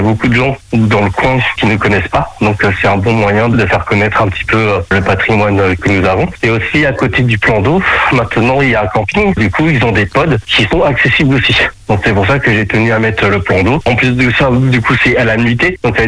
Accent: France; moi je suis de Conly.

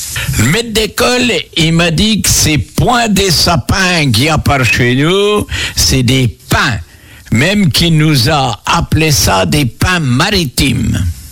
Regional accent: Viré-en-Champagne, Pays de la Loire, France; accent: Maine patois (langue mainiote); je me souviens quand je suis arrivé à l'école en 1952 à Viré-en-Champagne, on m'interdisait de causer mon patois

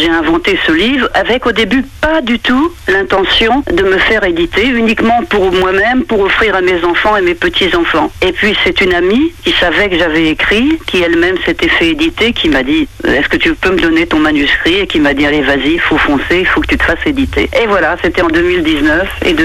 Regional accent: Pont-d'Ouilly, Normandy, France; born there; Je suis née à Pondouilly, donc en plein milieu de la Suisse normande.

